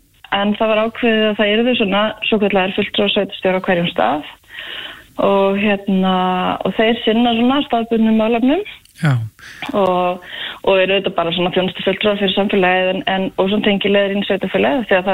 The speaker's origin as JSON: {"language": "Icelandic", "town": "Hella", "region": "Southern Region", "country": "Iceland", "tie": "born or raised there", "said": "nei, ég það alls ekki ég sunnlendingur, ég uppalinn á Helli flutti hingað 2018"}